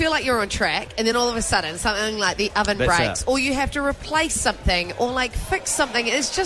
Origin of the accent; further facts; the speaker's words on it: Masterton, Wellington, New Zealand; moved away; we're heading to my hometown, Masterton.